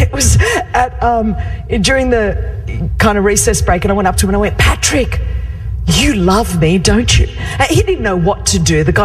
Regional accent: Australia; I'm from Australia, so we surf.

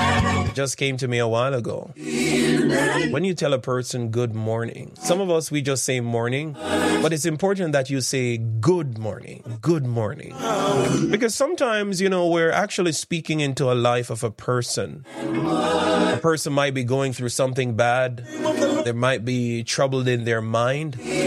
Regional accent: Jamaica; Growing up in Jamaica

